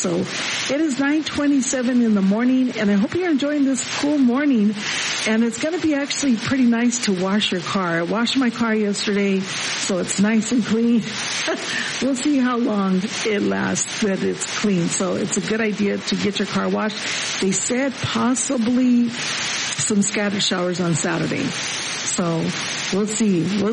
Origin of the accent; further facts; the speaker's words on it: Mammoth, Arizona, United States; I used to be a bus driver for the Head Start program over in my hometown in Mammoth.